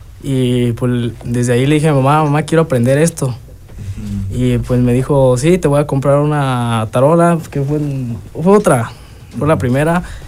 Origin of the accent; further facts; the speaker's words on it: Acatlán, Mexico; De aquí de Acatlán.